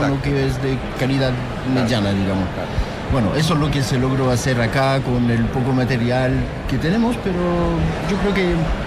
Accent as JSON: {"language": "Spanish", "country": "France", "lives_now": "Chile", "said": "vengo de Francia a hacer un producto más o menos que traigo de ahí."}